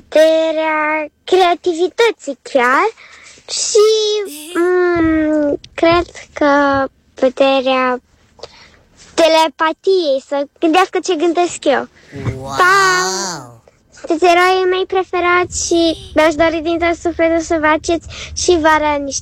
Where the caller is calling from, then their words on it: Iași, Iași County, Romania; din Iași. Am 10 ani